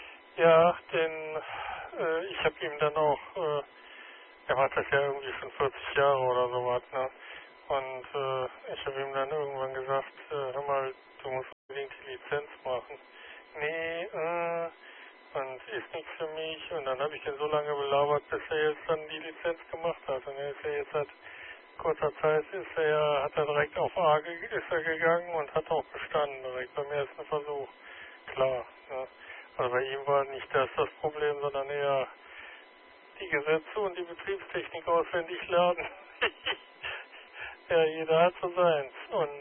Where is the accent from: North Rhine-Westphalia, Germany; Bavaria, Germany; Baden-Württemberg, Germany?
North Rhine-Westphalia, Germany; Solingen; now in Datteln, Germany; Und mein Heimat QTH ist Solingen. Einer Stadtgrenze zu Wuppertal und zurzeit bin ich auf dem Campingplatz in Datteln.